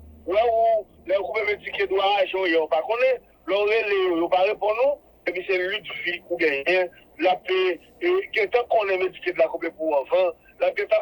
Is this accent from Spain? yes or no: no; Haiti; nous-mêmes, nous avons 10 fois plus. en tant qu'haïtien, parce que nous comprenons la culture